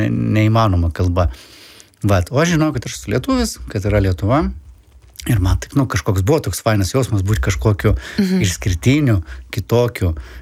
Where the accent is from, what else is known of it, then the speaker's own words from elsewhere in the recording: Sochi, Krasnodar Krai, Russia; now in Lithuania; Ir aš gimiau